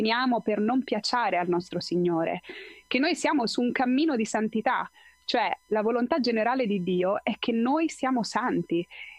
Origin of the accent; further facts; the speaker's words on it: Venezuela; io sono del Venezuela